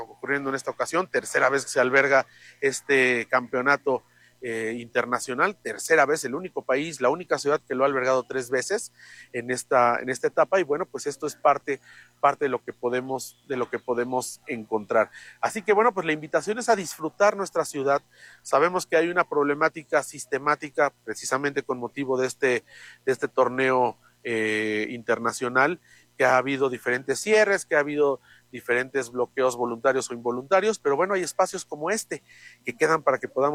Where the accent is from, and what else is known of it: Mexico City, Mexico